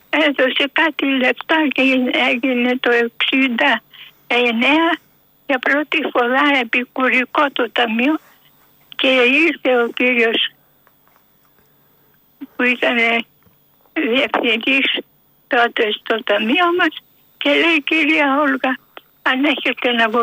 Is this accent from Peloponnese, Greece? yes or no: no; Karditsa, Thessaly, Greece; Να πάω στην πατρίδα μου, στην Καρδίτσα, να φύγω από εκεί. Που είναι εκεί οι γονείς μου, να πάω στα αδέλφια μου.